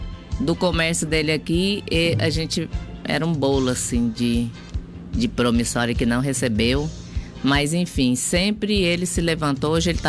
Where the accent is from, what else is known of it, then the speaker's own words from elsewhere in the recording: Goiânia, Goiás, Brazil; Não, nós somos de Goiânia.